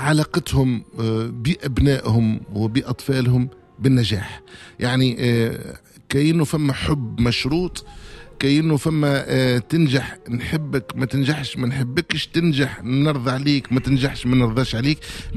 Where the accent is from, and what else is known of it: Tunisia